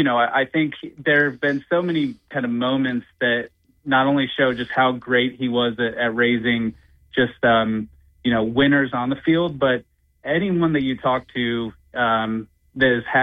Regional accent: Atlanta, Georgia, United States; moved away as an adult; now in Augusta, United States; I'm actually originally from the Atlanta area. Yeah. However, we moved to Augusta about 15 years ago

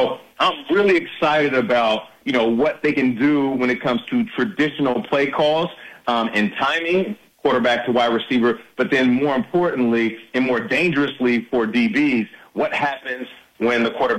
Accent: Seattle, Washington, United States; I'm from Seattle. So for him to bring a championship to a city that I grew up in has always been near and dear to my heart.

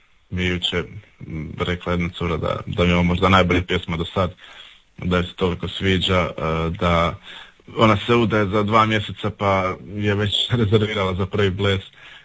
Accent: Pitomača, Virovitica-Podravina County, Croatia; moved away as an adult; also born or lived in Zagreb; now in Ljubuški, Bosnia and Herzegovina; živimo u Ljubuškom, u Hercegovini, inače pod rijetlom Podravec iz Pitomače, studirao u Zagrebu i evo sad na put doveo u Hercegovinu

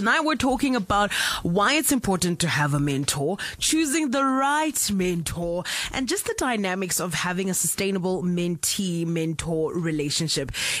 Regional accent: Kimberley, Northern Cape, South Africa; I love the fact that we are both from Kimberley

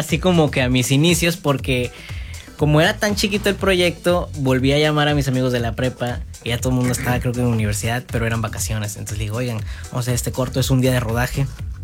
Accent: Mexico; nuestra cultura como mexicanos, Día de Muertos, pues una de las tradiciones más importantes de México

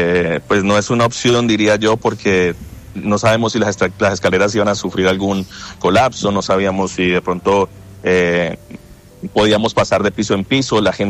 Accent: Cali, Valle del Cauca, Colombia

